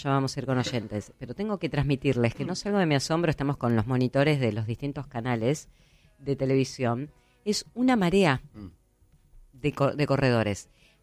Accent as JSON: {"language": "Spanish", "country": "Uruguay", "said": "Mirá que yo también soy uruguaya"}